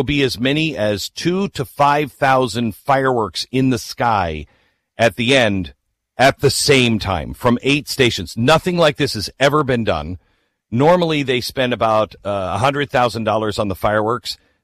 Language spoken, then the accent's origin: English; Seattle, Washington, United States; I'm 18 years old. I'm from Seattle. I've never seen a beltway.